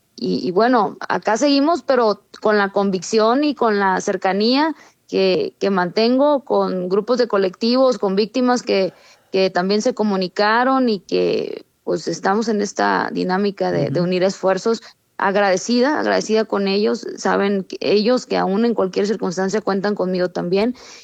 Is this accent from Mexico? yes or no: yes; Sinaloa, Mexico; pues soy norteña, soy sinaloense, lo hago muy franco, muy directo